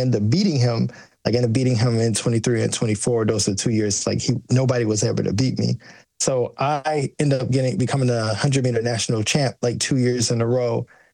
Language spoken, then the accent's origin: English; United States